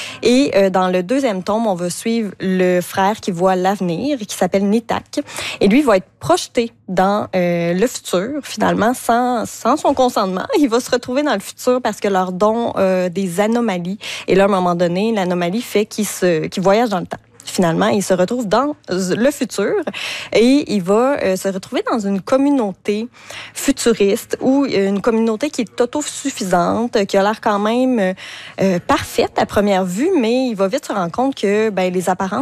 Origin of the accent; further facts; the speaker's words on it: Le Bic, Quebec, Canada; Et moi, j'habite au Bic, je viens du Bic aussi, ma mère vient du Bic.